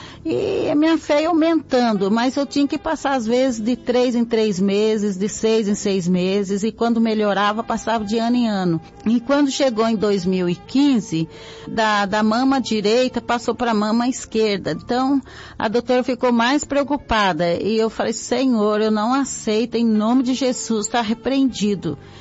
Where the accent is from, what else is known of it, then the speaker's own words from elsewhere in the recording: São José dos Campos, São Paulo, Brazil; sou de São José dos Campos.